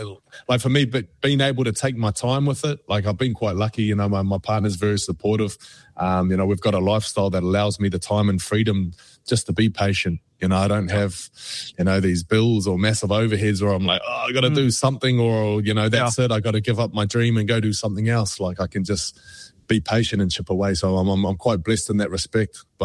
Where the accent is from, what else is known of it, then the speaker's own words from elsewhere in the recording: Auckland, New Zealand; Like I'm from Auckland, you know, I spent my weekends growing up in Otara. I lived in Howick. I lived, you know, I'm an East Side boy.